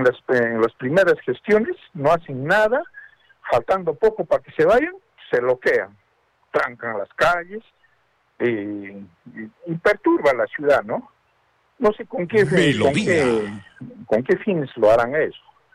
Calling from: Arequipa, Peru; Me refiero acá a mi pueblo, Alto Selva Alegre.

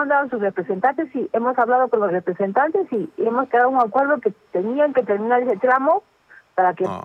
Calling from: Arequipa, Peru; Soy una poblada de Miegrao

